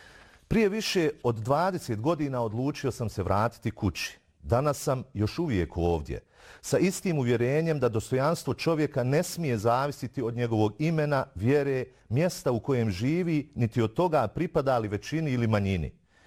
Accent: Srebrenica, Republika Srpska, Bosnia & Herzegovina; born there; moved away; also born or lived in United States; rođen sam u Srebrenici. Poslije rata život me odveo do Amerike. Tamo sam se školovao, radio, gradio život i mogao sam ostati. Ali 2005. godine odlučio sam se vratiti kući, u Srebrenicu gdje i danas živim.

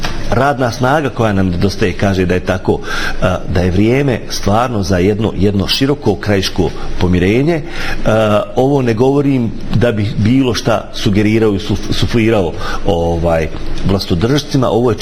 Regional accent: Federation of Bosnia and Herzegovina, Bosnia & Herzegovina; kao Bošnjak iz Unsko-sanskog kantona u 30 godina nakon rata u Unsko-sanskom kantonu se ni za šta nisu pitali ni Dodik, ni Čović

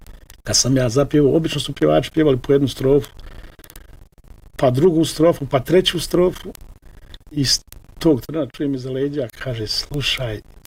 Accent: Odžak, Federation of Bosnia and Herzegovina, Bosnia & Herzegovina; Prvo odakle ste, rekao sam da sam iz Odžaka, iz Posavine.

